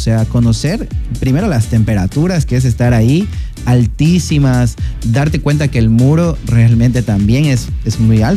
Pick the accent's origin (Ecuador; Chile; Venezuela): Ecuador; para nosotros como ecuatorianos